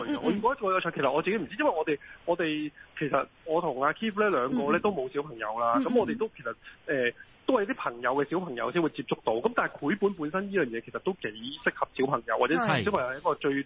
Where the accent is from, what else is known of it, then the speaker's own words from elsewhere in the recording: Hong Kong; 佢里边可能系包含咗我哋香港人嘅某一啲精神嘅